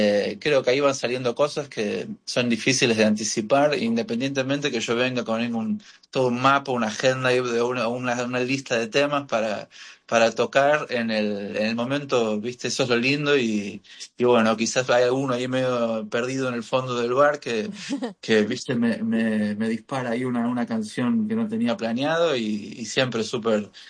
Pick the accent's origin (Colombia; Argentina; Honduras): Argentina; Buenos Aires; born or raised there; accent: Argentine; also born or lived in Miami, United States